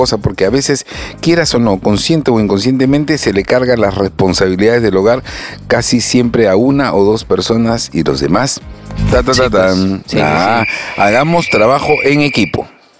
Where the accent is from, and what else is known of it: Peru